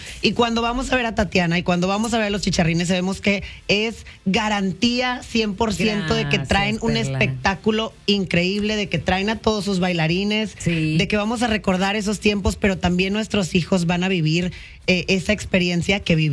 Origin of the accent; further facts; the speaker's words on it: Monterrey, Nuevo León, Mexico; Cuando viene alguien de Monterrey, yo para empezar siento que ya hablo mi lenguaje